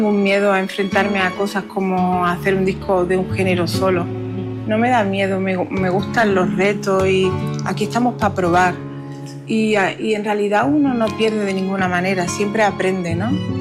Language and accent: Spanish; Andalusia, Spain; born or raised there